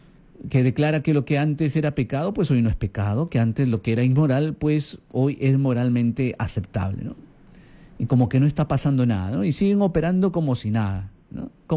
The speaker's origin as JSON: {"language": "Spanish", "country": "Peru", "said": "estamos perdiendo el sentido de identidad como peruanos, como católicos"}